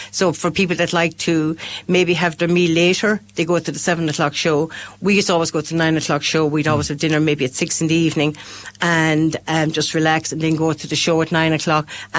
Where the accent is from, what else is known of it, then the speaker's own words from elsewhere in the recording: Ireland; Obviously for us in Ireland, you know, the cost of flying there